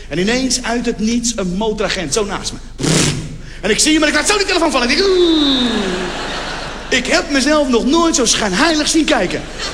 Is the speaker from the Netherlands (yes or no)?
no; Morocco